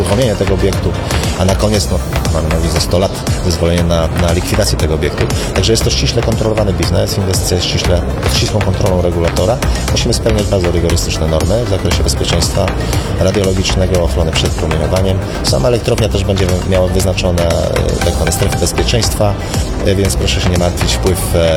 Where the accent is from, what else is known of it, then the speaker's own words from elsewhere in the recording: Pomeranian Voivodeship, Poland; Jestem tam Pomorzaninem, nie urodziłem się w Gdańsku, ale jestem z Pomorza i doceniam walory tej części polskiej.